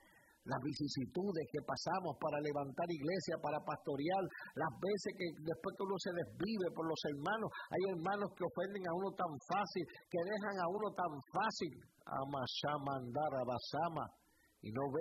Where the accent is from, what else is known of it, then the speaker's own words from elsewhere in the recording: Texas, United States; Yo vengo de Texas y yo me siento tan feliz porque no estamos procurando que la gente vea lo que estamos haciendo en Texas.